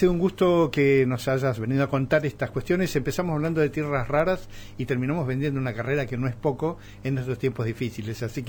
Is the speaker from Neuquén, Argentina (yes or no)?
yes; Zapala, Neuquén, Argentina